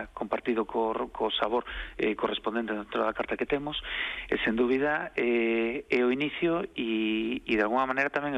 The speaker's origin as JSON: {"language": "Galician", "region": "Galicia", "country": "Spain", "said": "do cual estamos orgullosísimos, como galegos e como productores dese sector primario."}